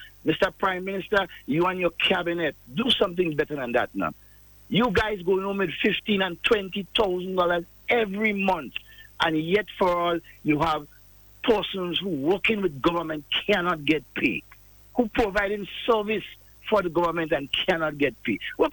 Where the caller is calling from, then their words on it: Grenada